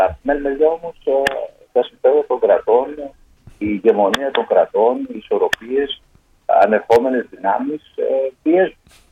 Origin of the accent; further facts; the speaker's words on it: Grevena, Western Macedonia, Greece; moved away; στην ιδιαίτερη πατρίδα μου τα Γραβενά.